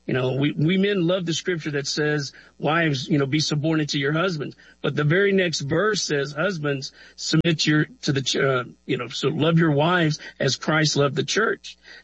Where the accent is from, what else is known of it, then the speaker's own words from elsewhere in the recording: the South, United States; born there; I grew up on wrestling in the South.